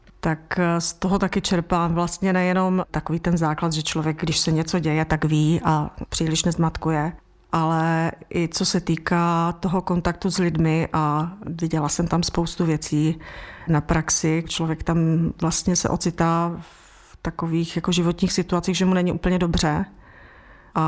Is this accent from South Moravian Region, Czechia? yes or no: no; Karviná, Moravian-Silesian Region, Czechia; já jsem z Hornického kraje, z Karviné, a tam vlastně obrovská kultura bylo zborové studio